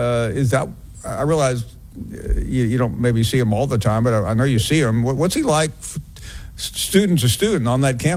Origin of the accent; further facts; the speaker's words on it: Tennessee, United States; Well, Peyton, let me assure you, I'm from Tennessee.